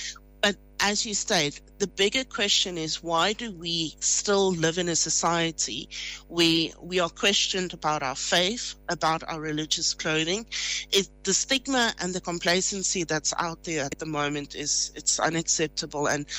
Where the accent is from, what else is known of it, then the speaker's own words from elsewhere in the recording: South Africa; I'm a South African citizen.